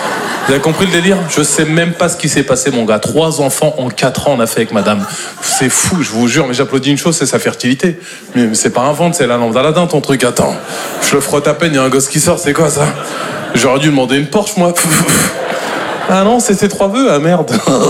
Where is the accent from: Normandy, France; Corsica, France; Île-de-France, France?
Normandy, France